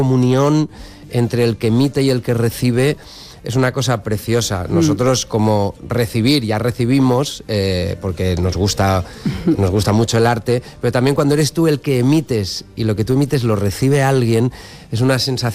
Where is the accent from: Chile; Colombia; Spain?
Spain